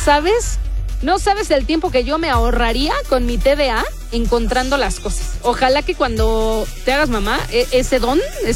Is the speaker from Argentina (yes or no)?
no; Mexico; Decían que el … era nuestra primera línea de defensa como buen mexicano.